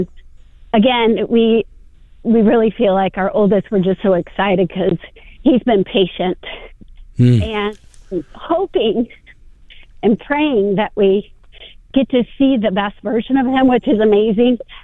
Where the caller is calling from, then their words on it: The Woodlands, Texas, United States; I'm calling from the Woodlands